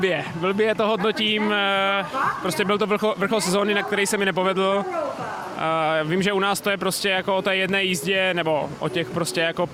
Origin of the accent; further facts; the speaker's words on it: Olomouc, Olomouc Region, Czechia; A ještě jak jsme oba dva z Olomouce původem, tak je to pro mě jako hezký vidět, že už i ta jako mladší generace, prostě další Olomoučáci se dostávají úplně na tu nejvyšší vrcholovou scénu